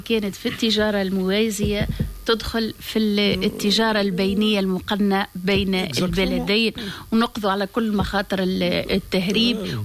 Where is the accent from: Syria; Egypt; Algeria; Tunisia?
Tunisia; Gafsa Governorate; كتوانسه كاهالي قفصه